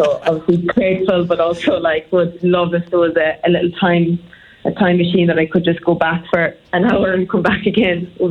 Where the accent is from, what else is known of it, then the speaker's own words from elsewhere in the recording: Ireland; We're all Irish, so.